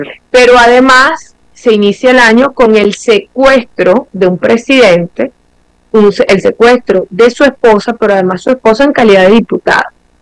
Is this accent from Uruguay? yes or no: no; Venezuela; nosotros como venezolanos